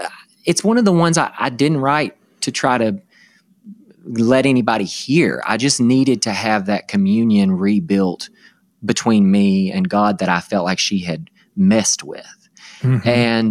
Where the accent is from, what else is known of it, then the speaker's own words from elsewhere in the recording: Arkansas, United States; I was from Central Arkansas.